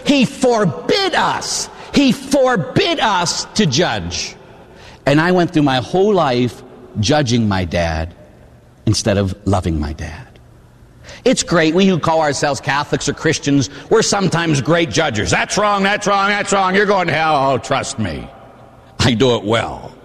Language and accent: English; Pittsburgh, Pennsylvania, United States; I grew up in Pittsburgh, huh? I told you about my mother a little bit and my father. Both of them were City of Pittsburgh police officers, huh?